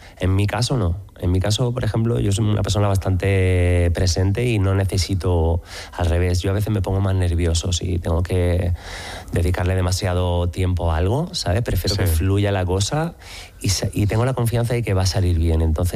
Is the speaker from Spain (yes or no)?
yes; L'Hospitalet de Llobregat, Catalonia, Spain; born there; also born or lived in a village in the province of Seville, Andalusia; Tengo varios recuerdos de mi pueblo, pero sí que tengo ya los recuerdos más potentes son cuando llego a Barcelona, ¿no? Con 4 años.